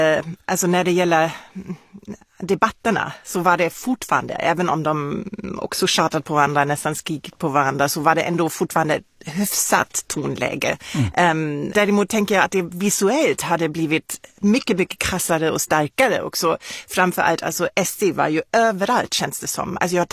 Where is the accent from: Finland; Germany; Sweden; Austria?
Germany; Det var jätte, jätte konstigt som tysk att gå där.